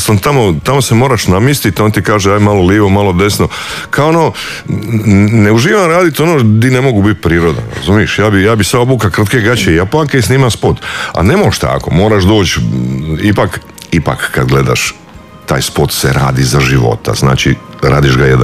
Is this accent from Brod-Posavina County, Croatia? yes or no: no; Klis, Split-Dalmatia County, Croatia; Ja sam potekao, porijeklom sam s Klisa